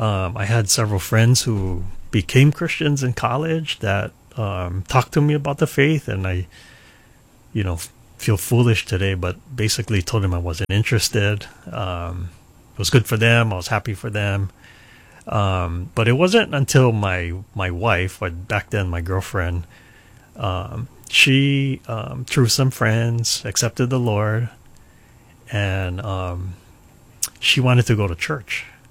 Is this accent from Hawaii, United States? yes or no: yes; Hilo, Hawaii, United States; So I grew up actually on the Big Island, Hilo. I grew up in Hilo, born and raised there. I'm a graduate of Hilo High School. And as you just said, I attended the University of Hawaii.